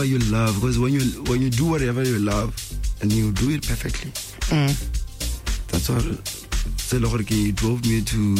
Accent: Francistown, North-East District, Botswana; I grew up in Francistown, basically.

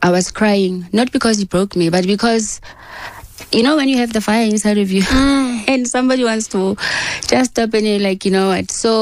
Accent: Bloemfontein, Free State, South Africa

